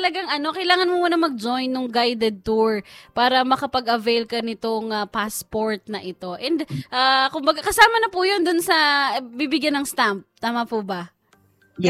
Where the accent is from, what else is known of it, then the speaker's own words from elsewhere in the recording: Central Luzon, Philippines; dahil ako po ay taga Bulacan eh, hindi naman po ako taga Quezon City